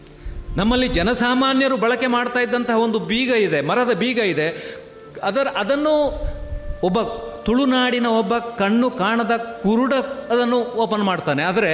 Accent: Karnataka, India

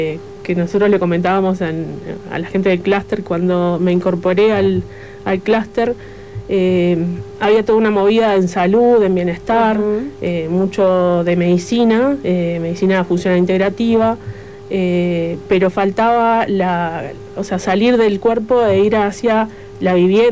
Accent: Maldonado, Uruguay; Soy de acá, de Maldonado.

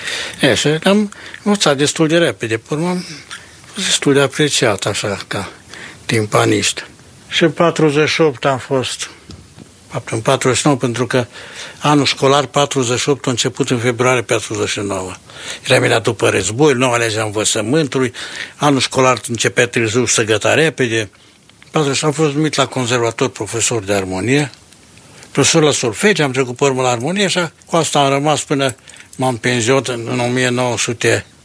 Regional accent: Cluj, Cluj County, Romania; also born or lived in Bistrița; M-am născut în 1922 la Cluj. Fratele meu mai mari s-a născut la Năsăuri. Părinții erau de acolo. Și până la 10 ani am stat la Cluj. La 10 ani ne-am mutat la Bistrița, iar am venit în vatra noastră.

